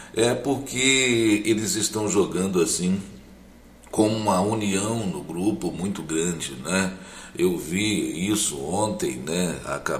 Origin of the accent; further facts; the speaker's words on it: Brazil; eu sou brasileiro, né? Perdendo ou ganhando, né? Eu moro nesse país.